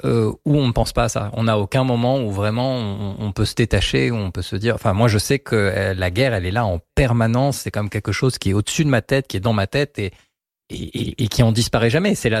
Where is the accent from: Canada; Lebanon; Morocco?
Lebanon; Est-ce que, en tant que Libanais, nous sommes résilients ou résignés?